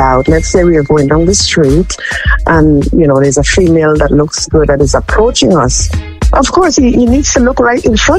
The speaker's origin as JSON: {"language": "English", "region": "New Jersey", "country": "United States", "said": "I'm from New Jersey and I rep in New Jersey to the bone."}